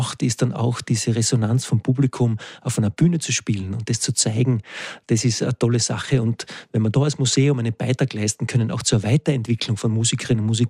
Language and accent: German; Carinthia, Austria; Also ich bin in Kärnten aufgewachsen und da waren wir entweder beim Chor oder bei der Trachtenkapelle